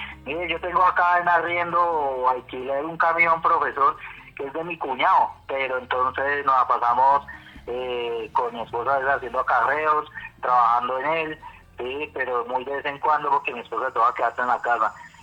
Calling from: Santa Rosa de Osos, Antioquia, Colombia; De aquí de Santa Rosa de Osos

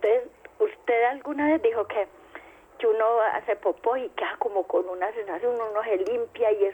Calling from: Itagüí, Antioquia, Colombia; De Itagüí.

